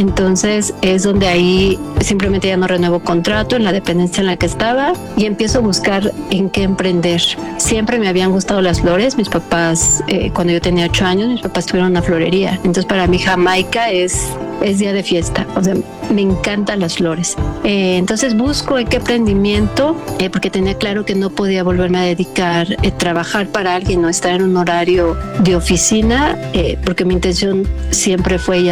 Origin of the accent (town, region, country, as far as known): Mexico